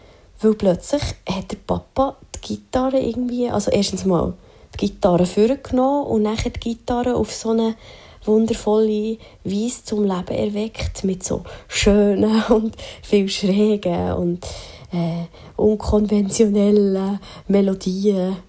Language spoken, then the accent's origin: German; Bern, Switzerland; ich bin eine Berner Musikerin